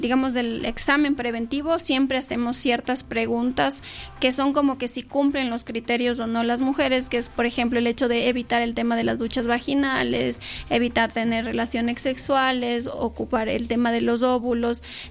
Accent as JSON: {"language": "Spanish", "country": "Ecuador", "said": "nosotros aquí como ecuatorianos"}